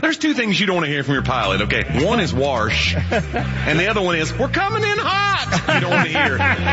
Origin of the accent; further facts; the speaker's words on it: the South, United States; accent: Southern; And I'm from the South, too, so people think if you hear a Southern accent, they immediately, like, start deducting IQ points.